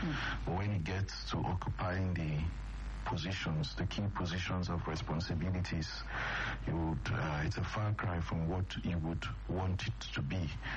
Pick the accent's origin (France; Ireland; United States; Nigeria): Nigeria; Benue; in my state, I come from Benue State